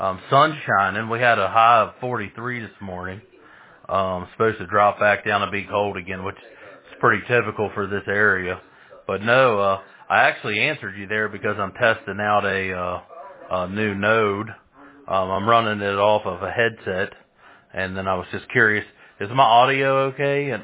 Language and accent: English; Augusta, West Virginia, United States; I am from West Virginia, the Eastern Panhandle, in a little town called Augusta.